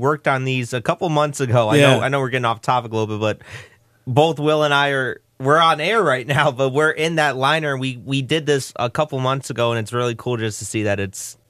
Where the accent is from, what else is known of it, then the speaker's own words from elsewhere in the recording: Joliet, Illinois, United States; I'm from Joliet